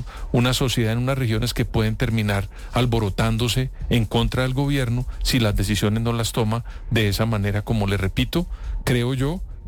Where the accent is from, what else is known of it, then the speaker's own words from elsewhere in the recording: Colombia; Lo que trato de decir es que yo, como colombiano, esperaría que frente al fenómeno del Niño